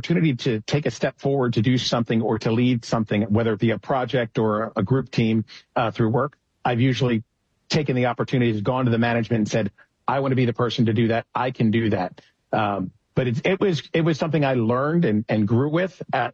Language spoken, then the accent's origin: English; Wilmington, Delaware, United States; born or raised there; also born or lived in Pennsylvania